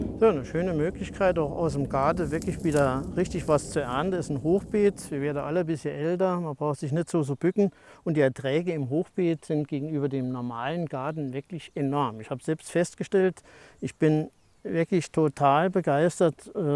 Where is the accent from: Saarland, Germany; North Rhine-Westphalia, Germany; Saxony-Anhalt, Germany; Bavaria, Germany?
Saarland, Germany; Das ist die einzige Schmetterlingsart, wo wir bei uns im Saarland eigentlich als Laie auch mal eine Puppe sehen können.